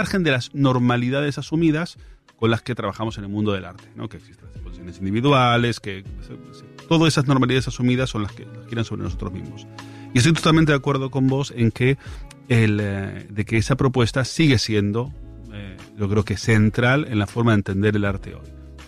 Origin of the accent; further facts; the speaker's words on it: Spain; born there; also born or lived in Argentina; todas las generaciones que crecimos en España a partir de la década de los 80